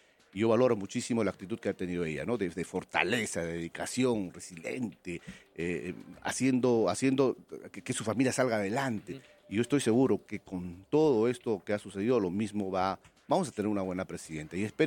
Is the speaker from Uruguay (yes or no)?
no; Pasco, Peru; born there; A ver, pero yo también tengo... mi origen en Pasco. Ah. Así que yo nací en Pasco, represento ahora a mi querida región